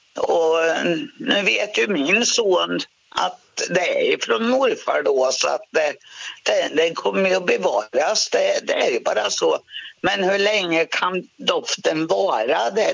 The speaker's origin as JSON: {"language": "Swedish", "town": "Omberg", "region": "Östergötland", "country": "Sweden", "moved": "yes", "said": "Jag är ifrån Tåkern, okay. Omberg."}